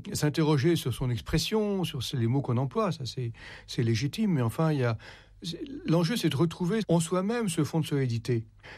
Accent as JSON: {"language": "French", "country": "France"}